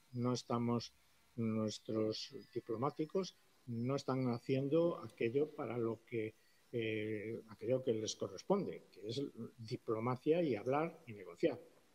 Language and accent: Spanish; Spain; Pues hombre, antes soy militar, pero soy español y tengo que prever primero los intereses de España